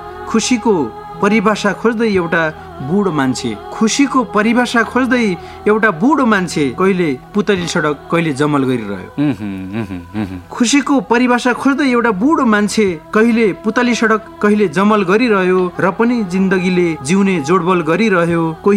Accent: Surkhet District, Karnali Province, Nepal; moved away as an adult; also born or lived in Birendranagar, Surkhet; now in Kathmandu, Nepal; मेरो प्राथमिक तहको पढाइ सुर्खेत जिल्ला, मेरो जन्मस्थान हालको पञ्चपुरी नगरपालिका वडा नम्बर 3 साबिकको सालकोट गाविस वडा नम्बर 9 रहेको छ।

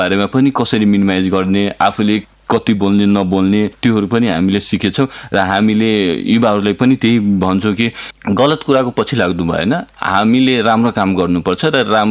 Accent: Jaleshwar, Madhesh Province, Nepal; त्यहाँ पनि म जलेश्वर नगरपालिका वडा नम्बर 7 मेरो घर छ होइन

